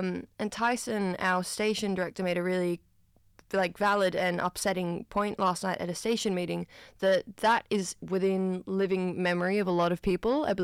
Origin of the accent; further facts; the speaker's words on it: New South Wales, Australia; I grew up on Wangal and Awabakal land